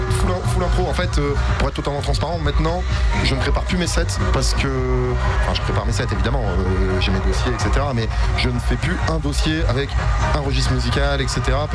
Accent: Wasquehal, Hauts-de-France, France; moi je suis originaire de Lille, plus exactement Wascal.

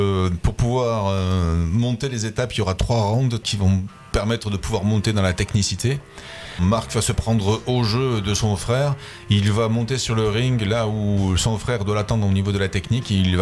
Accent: Toulouse, Occitanie, France; je suis originaire de Toulouse et un chanteur toulousain fameux … a bercé mon enfance.

